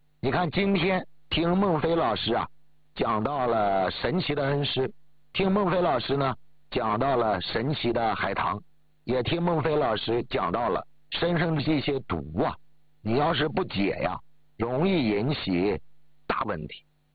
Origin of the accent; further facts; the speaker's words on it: Northeast China, China; 两家人逃荒要饭闯关东到了东北，我是土生土长的东北人